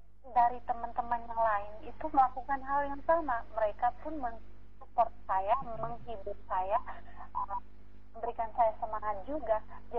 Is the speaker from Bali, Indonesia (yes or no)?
no; East Nusa Tenggara, Indonesia; dari Unimor pun saya sendiri, dari NTT pun saya sendiri.